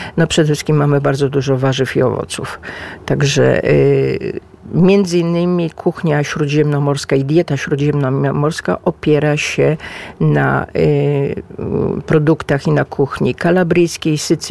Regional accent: Reggio Calabria, Calabria, Italy; my z Reggio Calabria do Bari mamy około 500 kilometrów

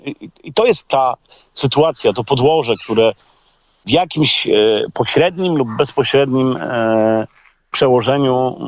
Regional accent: Greater Poland Voivodeship, Poland; bo ja jestem wielkopolaninem.

